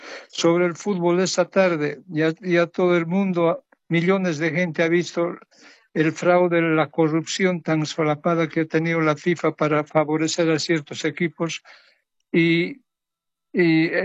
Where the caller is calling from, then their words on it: Sweden; Estoy llamando desde Suecia